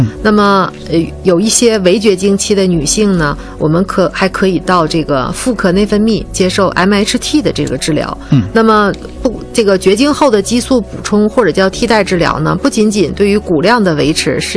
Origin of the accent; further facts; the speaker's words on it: China; 那我从我们中国人的这个角度来说呢，我们是愿意食补，我们更愿意药食同源。